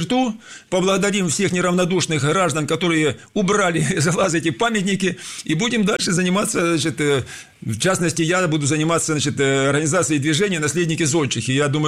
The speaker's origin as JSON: {"language": "Russian", "town": "Lizinovka", "region": "Voronezh Oblast", "country": "Russia", "tie": "born or raised there", "said": "Но есть уникальная жемчужина архитектуры в моем родном селе Лизиновка Рощанского района."}